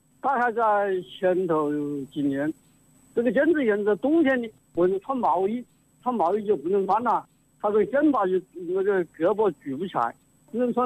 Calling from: Honghu, Hubei, China; 我现在已经有69岁，我是洪湖黄家口镇人

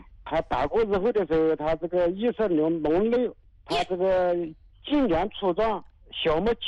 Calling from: Xuancheng, Anhui, China; 我安徽宣城。

